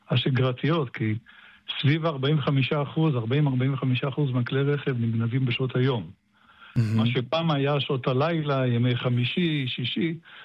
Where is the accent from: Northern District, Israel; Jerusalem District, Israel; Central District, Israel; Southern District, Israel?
Central District, Israel; Petah Tikva; now in Hod HaSharon, Israel; אני פתח תקוואי במקור.